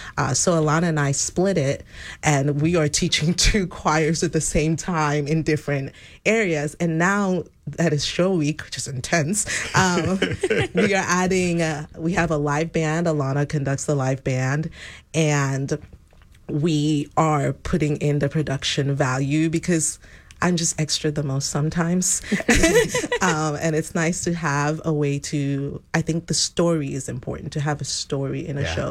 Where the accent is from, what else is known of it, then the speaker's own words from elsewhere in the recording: Nigeria; now in Texas, United States; I'm a transplant. I'm originally from Nigeria, and when we moved to Texas, everyone's like, "Oh, they have cowboys, and they say yeehaw,"